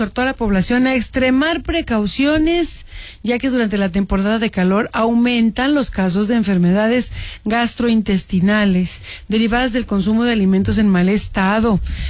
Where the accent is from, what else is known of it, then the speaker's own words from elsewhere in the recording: Mexico; Todos somos mexicanos